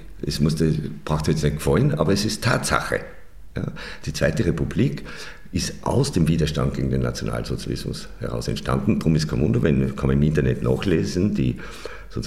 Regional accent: Perg, Upper Austria, Austria; moved away as an adult; now in Vienna, Austria; gebürtig in Oberösterreich, im Perg aufgewachsen. Nicht, wie man ja weiß, unweit von Mauthausen

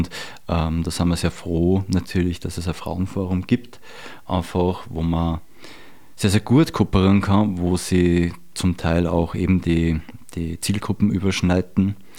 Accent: Ebensee, Upper Austria, Austria; Umso schöner für mich in meinem Heimatort in Ebensee.

